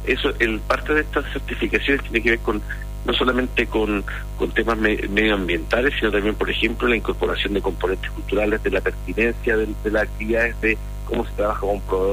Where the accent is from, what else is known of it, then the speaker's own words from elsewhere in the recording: Chile; para nosotros como chilenos